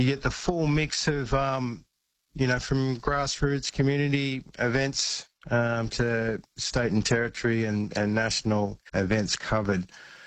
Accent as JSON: {"language": "English", "town": "Mullumbimby", "region": "New South Wales", "country": "Australia", "tie": "born or raised there", "said": "I grew up in Mullumbimby, which is near Byron Bay."}